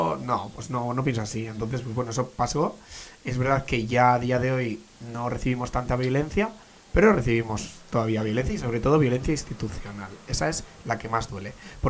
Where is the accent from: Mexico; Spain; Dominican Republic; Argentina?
Spain; Irun, Basque Country; Yo, bueno, pensar que soy de Irún, estudié en Irún y luego estudié en Hondarribi.